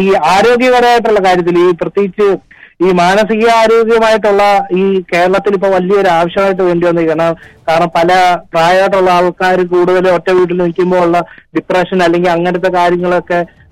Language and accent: Malayalam; Adoor, Kerala, India; moved away; നാട്ടിൽ അടൂര്.